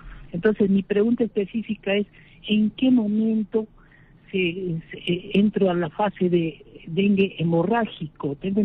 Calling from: Chiclayo, Lambayeque, Peru; Estoy llamando de Chiclayo, de la región Lambayeque.

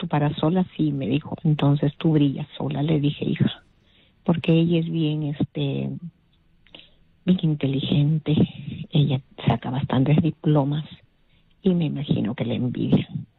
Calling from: El Agustino, Lima, Peru; del Agustino.

